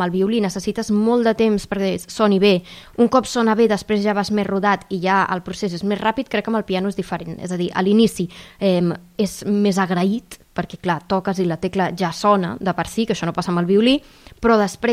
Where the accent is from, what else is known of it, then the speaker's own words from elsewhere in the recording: Caldes, Catalonia, Spain; sóc de Caldes i al final és casa meva